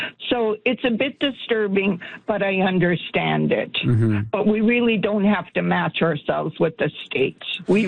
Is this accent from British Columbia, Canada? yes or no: no; Edmonton, Alberta, Canada; born there; I have a quietness about me and about being Canadian, and I love it, and I'm very glad to have been born here.